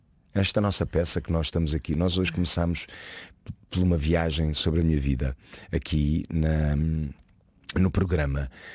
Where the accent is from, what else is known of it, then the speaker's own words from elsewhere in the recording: Portugal; moved away as an adult; now in Brazil; e falo de Portugal com o maior dos orgulhos, o país onde eu nasci, é o meu país. Eu falo sempre do Brasil e de Portugal com o maior carinho possível. São os países onde eu passei a maior parte da minha vida, um onde eu nasci